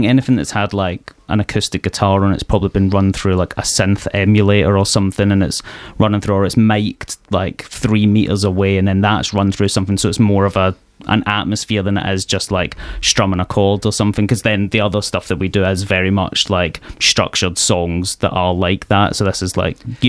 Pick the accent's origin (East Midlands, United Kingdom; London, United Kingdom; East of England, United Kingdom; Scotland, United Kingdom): Scotland, United Kingdom; Glasgow; moved away as an adult; now in Kent, United Kingdom; I've lived here 11 years. This is as soft as it's getting. Yeah, I'm from Glasgow originally, but I'm a full Kent adoptee.